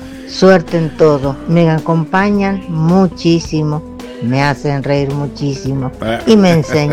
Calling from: Libertad, Buenos Aires Province, Argentina; Tengo 89 años … de Libertad

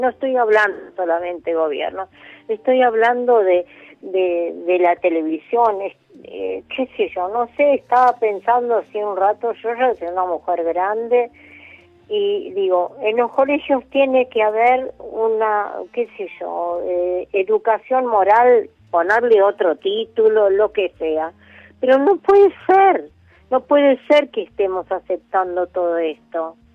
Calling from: Florida, Buenos Aires Province, Argentina; de Florida.

